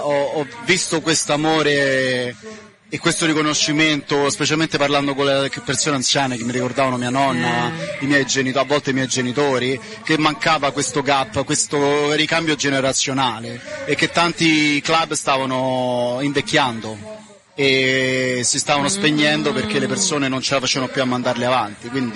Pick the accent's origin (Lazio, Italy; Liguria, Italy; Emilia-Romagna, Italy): Lazio, Italy; Rome; moved away as an adult; now in Australia; io, anche se la mia famiglia è del sud, siciliana, però sono nato e cresciuto a Roma, come sente dall'accento.